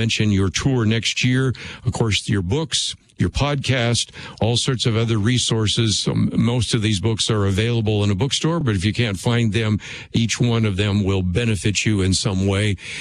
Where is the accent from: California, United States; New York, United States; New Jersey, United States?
California, United States; I grew up in California. My father had actually run for the California Assembly.